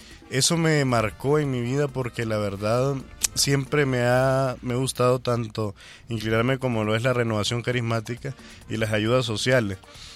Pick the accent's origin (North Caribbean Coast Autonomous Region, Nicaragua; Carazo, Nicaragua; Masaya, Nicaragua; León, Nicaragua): Carazo, Nicaragua; Dolores; Como decía, soy originario de Dolores, Carazo. Allá hay presencia eudista